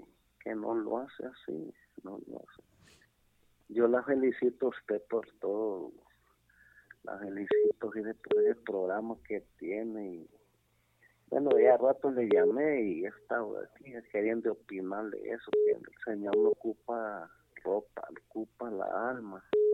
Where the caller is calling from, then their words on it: San Luis, Santa Bárbara, Honduras; me yo hablo de aquí, San Luis, Santa Bárbara.